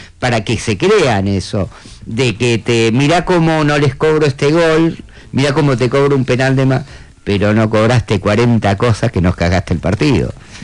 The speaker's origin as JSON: {"language": "Spanish", "country": "Argentina", "said": "uno está cansado como argentino."}